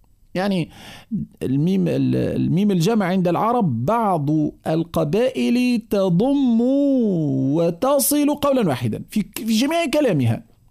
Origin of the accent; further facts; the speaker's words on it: Tunisia; عندنا في تونس